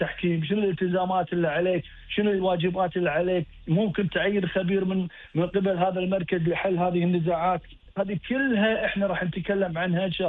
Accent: Kuwait; عندنا في الكويت.

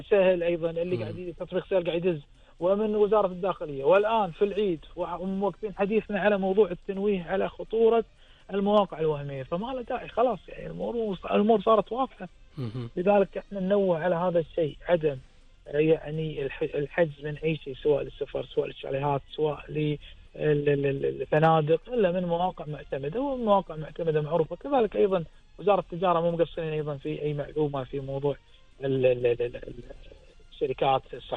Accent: Kuwait; والله يحفظ ديرتنا حلوة الكويت.

